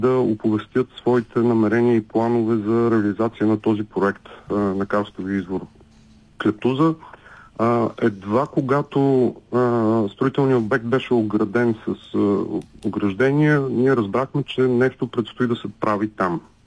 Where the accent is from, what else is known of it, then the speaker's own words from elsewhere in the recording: Velingrad, Pazardzhik Province, Bulgaria; Местните власти в Велинград, откъдето съм и аз всъщност, аз съм преди всичко гражданин и жител на Велинград